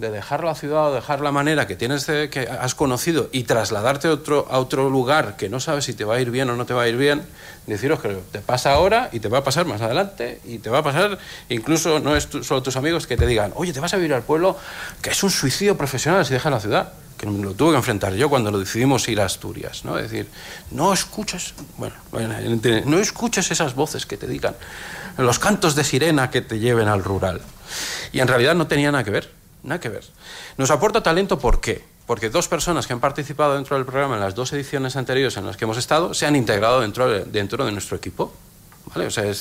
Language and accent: Spanish; Ireland; also born or lived in Ibiza; now in Barcelona, Spain; Yo soy irlandés, medio ibicenco, en origen, de ahí el apellido, soy hijo de algún turístico, no tengo pueblo, yo no tenía pueblo, tenía centro turístico.